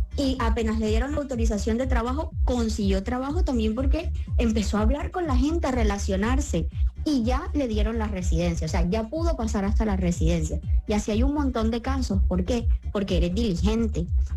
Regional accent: Colombia; como colombiano, uno decora las palabras y se echa 3 años para decir una cosa. Aquí es directo, seco.

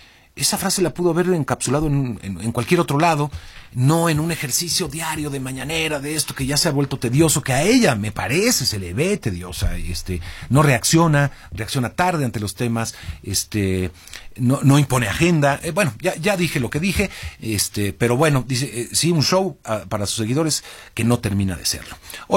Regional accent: Mexico

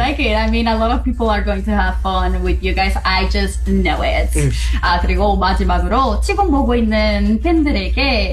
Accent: Mexico; English is a second language; Because I'm from Mexico, you're from Korea, it's almost the same thing.

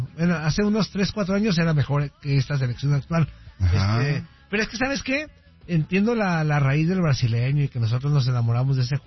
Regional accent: Mexico; Y yo como buen mexicano Fernando decía Haaland.

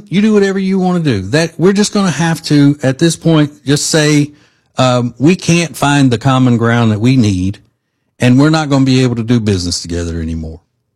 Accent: Charlotte, North Carolina, United States; I am from Charlotte, North Carolina.

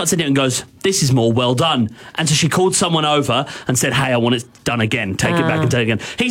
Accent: United Kingdom; Yeah, I'm too British.

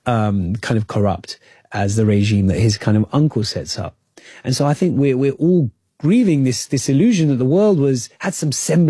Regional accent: United Kingdom

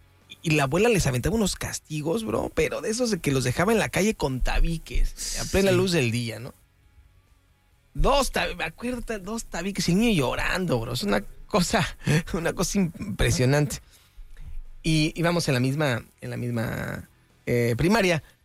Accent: Nezahualcóyotl, State of Mexico, Mexico; Niño, soy de Ciudad Neza.

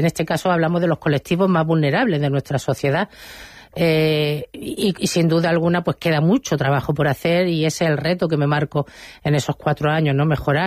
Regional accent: Linares, Andalusia, Spain; soy de Linares

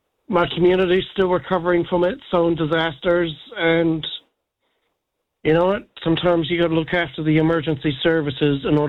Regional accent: New Zealand; also born or lived in United States; But for me, as a New Zealander who was a child living in America at the time, it was a surreal, and it's something that's kind of etched in my memory.

